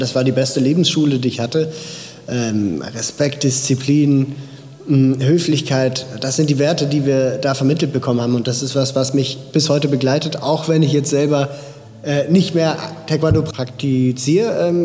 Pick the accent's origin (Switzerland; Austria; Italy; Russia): Switzerland; Meine Heimat nach wie vor ist und bleibt die Schweiz.